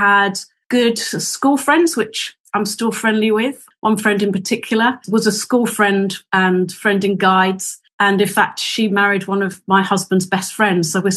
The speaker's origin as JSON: {"language": "English", "region": "South East England", "country": "United Kingdom", "tie": "born or raised there", "said": "Not too far away. I was born in Surrey and grew up in a lovely home."}